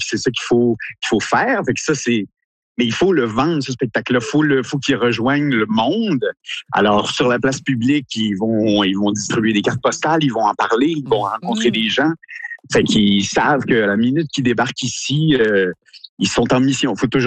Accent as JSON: {"language": "French", "region": "Quebec", "country": "Canada", "said": "La notion qu'on vient du Québec, la notion qu'ils sont 12 interprètes sur scène, ce qui est quand même rare."}